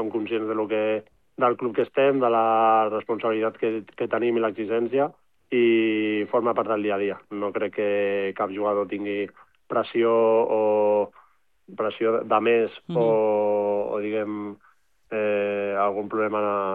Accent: Barcelona, Catalonia, Spain; moved away as an adult; now in Ibiza, Spain; jo no havia viscut a Eivissa, però molt bé. Jo tinc la sort que soc de Barcelona, que la tinc aquí al costat

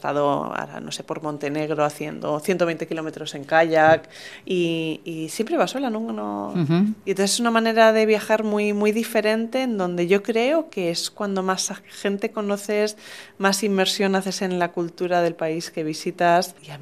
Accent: Germany; Spanish is a second language; Para los que me escucháis, yo soy alemana, entonces soy de la estructura, la planificación

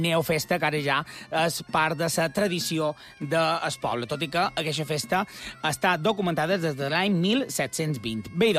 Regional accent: Consell, Balearic Islands, Spain; Si vos pareix, començarem per ser del meu poble, perquè me peguen de més a prop i me'ls conec bé. Anem fins a Consell

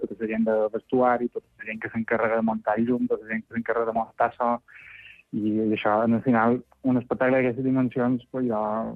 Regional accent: Alcúdia, Balearic Islands, Spain; Sí, ja som d'Alcúdia, sí.

